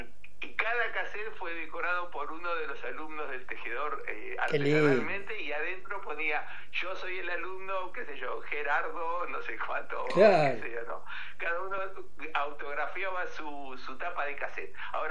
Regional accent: Mar del Plata, Buenos Aires Province, Argentina; Acá hay un día muy lindo, yo soy de Mar del Plata.

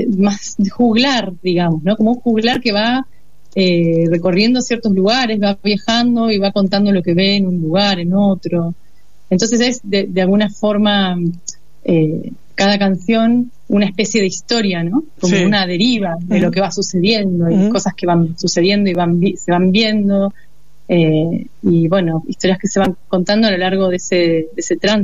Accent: Neuquén, Argentina; Fede es de Neuquén, yo soy de Neuquén.

